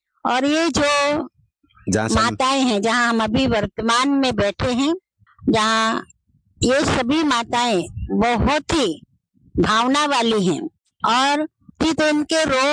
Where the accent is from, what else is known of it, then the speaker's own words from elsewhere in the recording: Lucknow, Uttar Pradesh, India; मैं हमारा native place है लखनऊ, और जब से मैं ब्रह्मा कुमारी रूप में समर्पित हुई हूँ तब से मैं राजस्थान में ही हूँ।